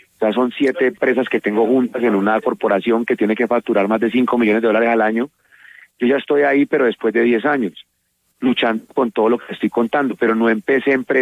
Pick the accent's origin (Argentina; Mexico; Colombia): Colombia; now in Round Rock, Texas, United States; sí, yo soy colombiano.